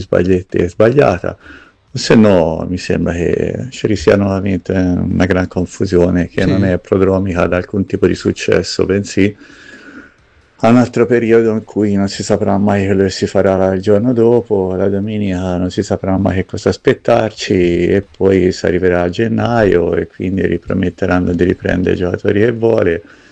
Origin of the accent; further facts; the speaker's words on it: Tuscany, Italy; occhio che in Toscano questo qui è un po' una presa di giro, coglietecela, io sono toscano, ce la colgo